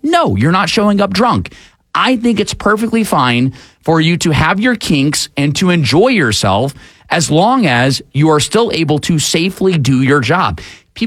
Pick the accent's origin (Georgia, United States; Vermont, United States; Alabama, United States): Georgia, United States; Atlanta; growing up in Atlanta, we had giant pandas for a long time.